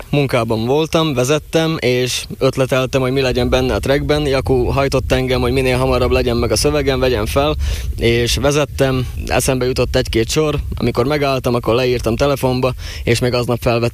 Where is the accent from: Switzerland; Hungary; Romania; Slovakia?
Slovakia; Nové Zámky, Nitra Region; ez itt Újvár, tehát Érsekújvár, onnan származom, ott nőttem fel, ott születtem